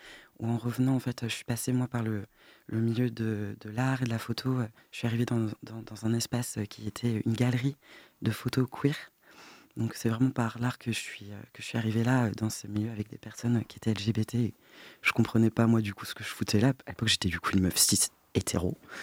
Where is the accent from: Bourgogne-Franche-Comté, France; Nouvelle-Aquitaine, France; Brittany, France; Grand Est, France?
Brittany, France; Rennes; moved away as an adult; now in Nantes, France; Je suis rennais, je suis née à Rennes, mais dans une famille qui supporte et vient de Loire-Atlantique et du coup qui m'a fait grandir aux couleurs jaune et vert.